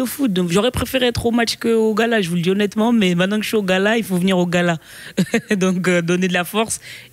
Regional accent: Belgium; Moi, je suis née, j'ai grandi en Belgique et je suis d'origine camerounaise

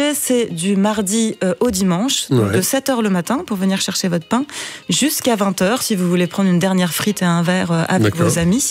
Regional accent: France; accent: French; now in Brussels, Belgium; Je vais vous m'interroger, mon accent français.

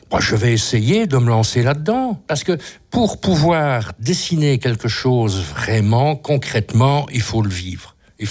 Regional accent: Liège, Wallonia, Belgium; born there; moved away as an adult; now in Gaume, Belgium; Toute ma famille est originaire de Gaume, oui. Mais je suis né à Liège, parce que mon père a eu du travail à Liège. Mais depuis l'âge de 20 ans, je suis revenu sur la terre de mes ancêtres.

